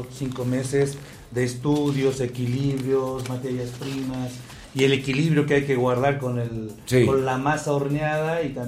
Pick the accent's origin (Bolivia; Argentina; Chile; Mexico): Bolivia; Y que somos bolivianos, ¿no?